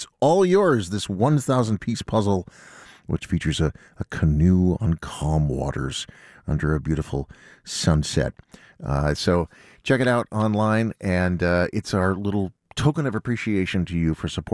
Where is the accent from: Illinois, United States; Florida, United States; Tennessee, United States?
Florida, United States; I grew up in Florida. I did grow up listening to public radio